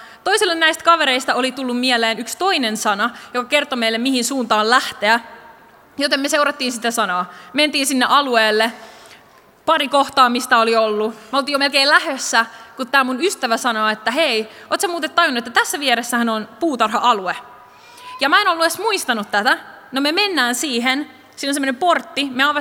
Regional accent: Tampere, Pirkanmaa, Finland; ja mä tuun Tampereelta.

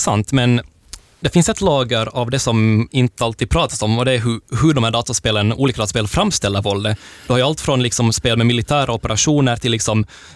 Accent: Korsholm, Ostrobothnia, Finland; Jag tror i min hemkommun Korsholm vi har ganska få.

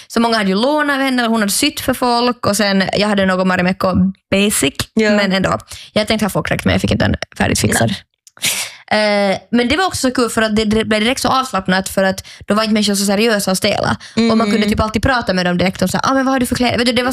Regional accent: Ostrobothnia, Finland; jag är inte riktigt finlandssvensk. Det är att du är nylänning och jag är österbottning.

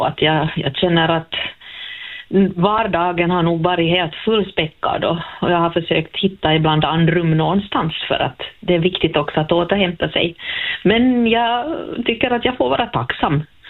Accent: Sweden; first language Swedish; i och med att svenska är mitt modersmål.

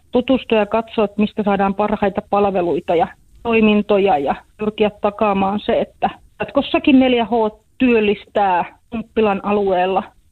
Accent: Jokioinen, Tavastia Proper, Finland; kyllä minä olen Jokioisilta

